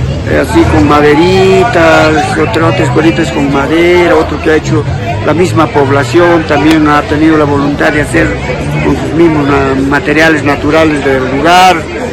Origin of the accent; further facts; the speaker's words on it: Mazamari, Junín, Peru; Vengo del distrito de Mazamari, soy de un centro poblado, se llama Santa Rosa de Viña del río Pangá. Soy alcalde de ese lugar.